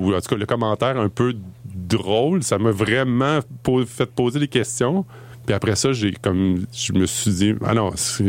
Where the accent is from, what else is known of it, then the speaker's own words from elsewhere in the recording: Boucherville, Quebec, Canada; now in Montreal, Canada; j'ai grandi à Boucherville, en fait. C'est juste sur la rive sud de Montréal. Puis j'ai habité Boucherville jusqu'à... en fait, je suis parti en France 1 an pour la natation quand j'ai fini mon cégep. Puis après ça, je suis revenu à Montréal.